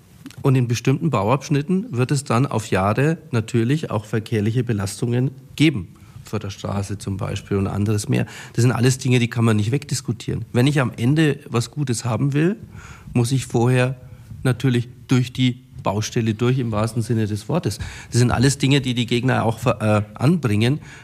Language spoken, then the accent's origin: German; Nuremberg, Bavaria, Germany; born or raised there